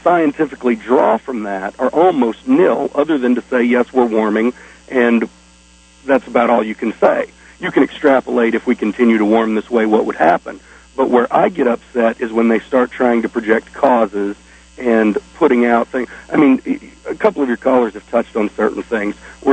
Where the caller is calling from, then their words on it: Arkansas, United States; in Arkansas.